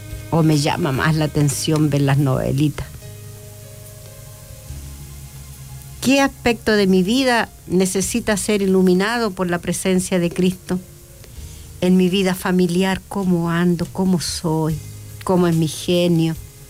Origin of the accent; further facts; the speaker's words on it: Chile; nosotros, los chilenos, sabemos lo que significa eso.